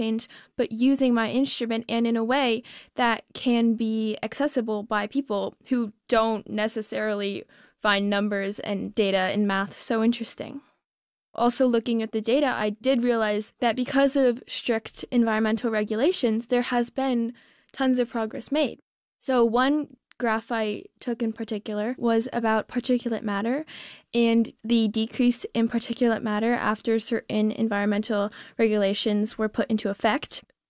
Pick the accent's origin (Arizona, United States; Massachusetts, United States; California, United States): California, United States; South Pasadena; I am from South Pasadena, California, and I play the violin.